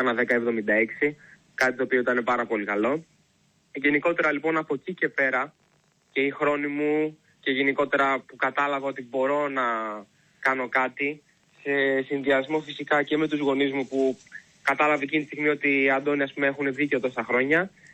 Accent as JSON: {"language": "Greek", "town": "Nea Ionia", "region": "Attica", "country": "Greece", "tie": "born or raised there", "said": "ξεκίνησα στην Ιωνία, στον τόπο μου, εδώ που έχω μεγαλώσει."}